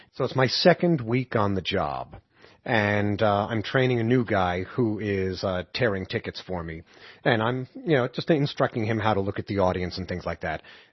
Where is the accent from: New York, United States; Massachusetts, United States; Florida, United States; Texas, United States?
New York, United States; Peekskill; now in Montgomery Village, United States; I'm originally from Peekskill, New York, and I currently reside in Montgomery Village, Maryland.